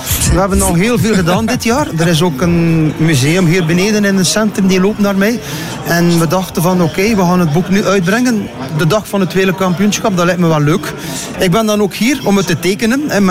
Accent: Belgium; ik ben een Belg, ik ben chauvinistisch

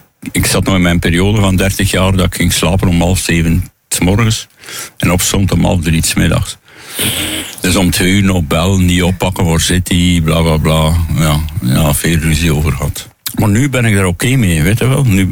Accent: Hamme, Flanders, Belgium; born there; En ik zijn is komen optreden in Hamme, in mijn geboortedorp.

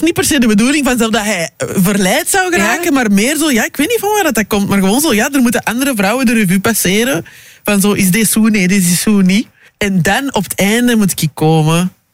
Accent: DR Congo; Ja, ik ben een Congolees en Belgisch. Dus zo, als je Congolees bent, je kunt niet klein trouwen.

